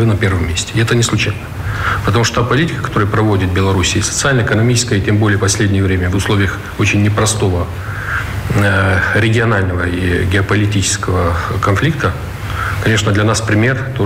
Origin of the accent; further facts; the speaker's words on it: Moldova; Для меня, как коренного молдаванина, гражданина своей страны, у меня нет другого гражданства, только молдавского.